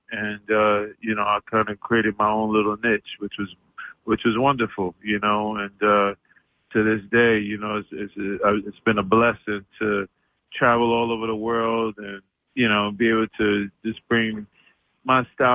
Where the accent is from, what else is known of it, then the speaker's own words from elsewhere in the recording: New York City, New York, United States; I grew up in New York City, which is, you know, New York City is an eclectic city, a variety of music and food and everything.